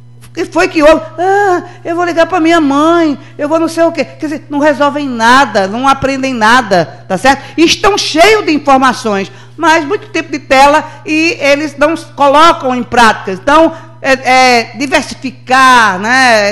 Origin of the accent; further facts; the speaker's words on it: Brazil; a gente, como brasileiro